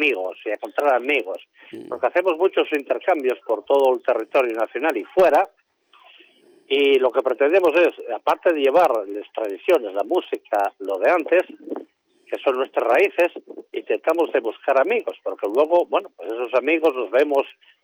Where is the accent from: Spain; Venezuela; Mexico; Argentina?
Spain; Asturias; En el coro somos de la Comarca de la Sidra, somos de varios municipios, pero de Nava concretamente, y en Nava es donde se fundó el coro.